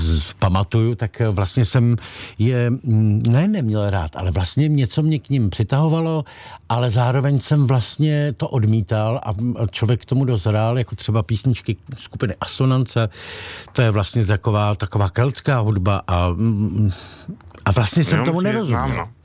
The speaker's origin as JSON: {"language": "Czech", "town": "Třeboň", "region": "South Bohemian Region", "country": "Czechia", "tie": "born or raised there", "said": "Celé své mládí jsem totiž v Třeboně poslouchal písničky pro radost"}